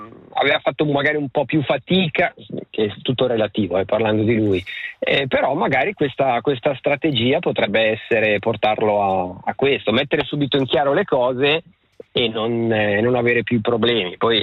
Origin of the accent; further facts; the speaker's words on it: Stabio, Ticino, Switzerland; io sono di Stabio, quindi vi do questo come parametro